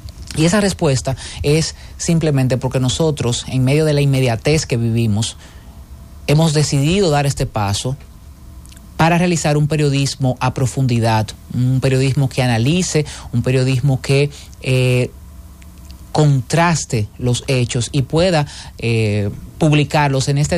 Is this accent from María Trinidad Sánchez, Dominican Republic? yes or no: yes; Cabrera, María Trinidad Sánchez, Dominican Republic; Cabrera, conociendo ese hermoso pueblo, mi pueblo natal